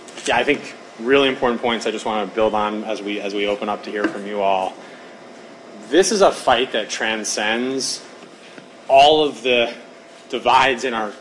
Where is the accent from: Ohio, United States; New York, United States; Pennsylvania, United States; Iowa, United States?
New York, United States; I'm especially as a New Yorker